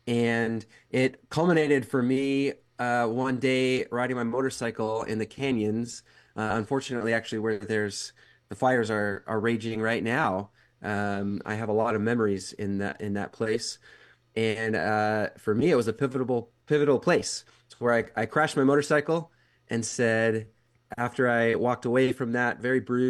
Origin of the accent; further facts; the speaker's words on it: Minnesota, United States; moved away as an adult; also born or lived in Los Angeles / Massachusetts; now in San Jose, United States; I grew up in Minnesota, actually, and in the middle of college, God called me out to California, called me out